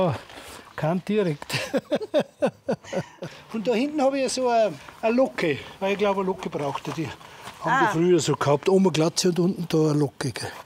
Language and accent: German; Nebelberg, Upper Austria, Austria; Das ist eigentlich mein Heimatort. Das heißt, wir haben ja in Österreich, das war ja eine kleine Gemeinde Nebelberg und Kohlerschlag war unsere Pfarrgemeinde.